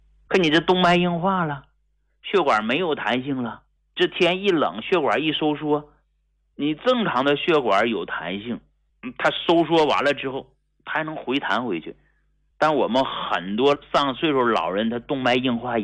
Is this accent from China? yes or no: yes; Hegang, Heilongjiang, China; born there; 你像我出生在黑龙江鹤岗这么个地儿啊